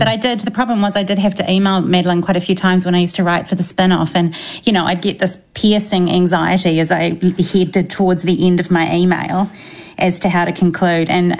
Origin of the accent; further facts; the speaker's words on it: New Zealand; It feels important to do that as a New Zealander